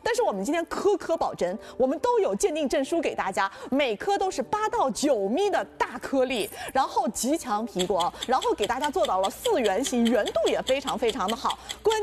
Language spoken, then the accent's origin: Chinese; Shanghai, China; 我们上海人特别喜欢看的新闻方